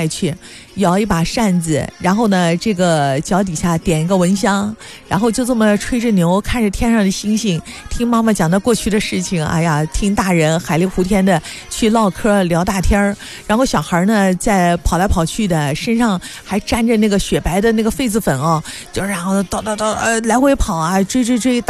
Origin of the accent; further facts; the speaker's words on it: China; 我们这个亚洲人一点不友好，特别是对中国人，我们从小就是吃着热乎东西长大的